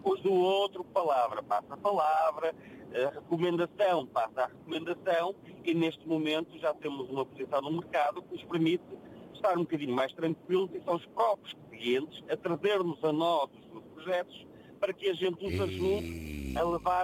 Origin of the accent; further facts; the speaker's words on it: Marco de Canaveses, Porto, Portugal; Eu sou de Mato de Canaveses.